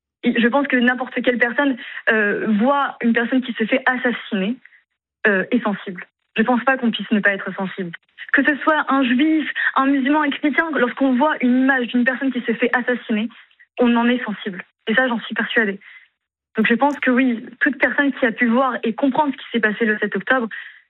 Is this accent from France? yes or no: yes; France; J'ai toujours pensé qu'il fallait, je suis française, être juive dans le privé